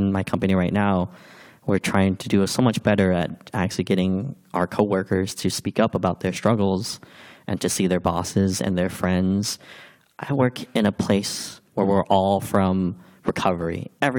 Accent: United States; Growing up in America

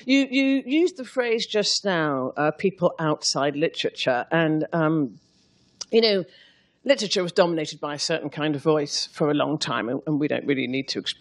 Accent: Glasgow, Scotland, United Kingdom; born there; We were both born in Glasgow. Why was I born in Glasgow?

